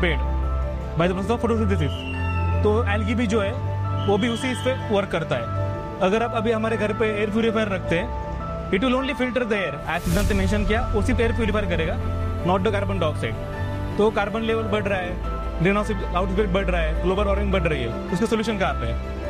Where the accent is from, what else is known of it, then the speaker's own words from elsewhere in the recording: Beed, Maharashtra, India; I am from basically from Beed Maharashtra